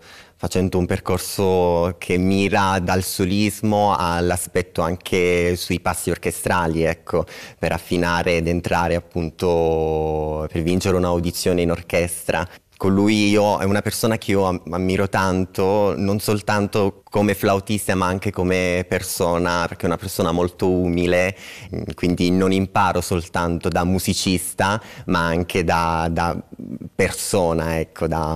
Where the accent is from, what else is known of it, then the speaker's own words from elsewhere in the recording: Cosenza, Calabria, Italy; moved away as an adult; now in Switzerland; io vengo da Cosenza, ho 24 anni